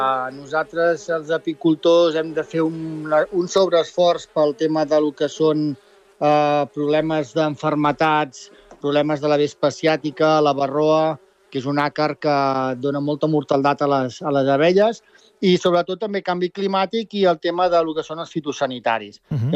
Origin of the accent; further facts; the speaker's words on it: Sant Pere de Vilamajor, Catalonia, Spain; Avui aquí a Sant Pere de Vilamajor, d'on soc jo, soc d'aquí del Montseny